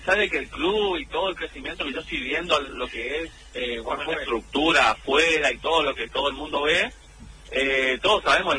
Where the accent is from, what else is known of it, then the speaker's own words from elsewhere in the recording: Resistencia, Chaco, Argentina; Vengo de Resistencia de Chaco.